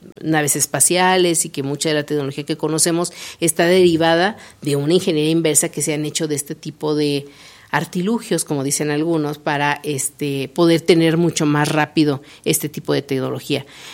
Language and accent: Spanish; Mexico